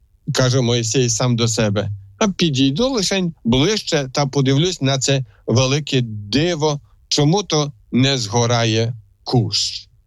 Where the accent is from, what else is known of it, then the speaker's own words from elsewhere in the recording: Poland; now in Ukraine; хоч я сам поляк